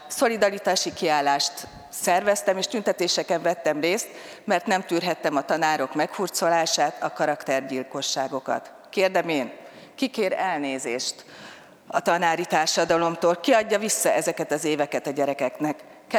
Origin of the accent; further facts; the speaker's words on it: Hungary; Hiszem, hogy valódi értékteremtéssel, erős pozícióval, büszke magyarként állhatunk emelt fővel a világban.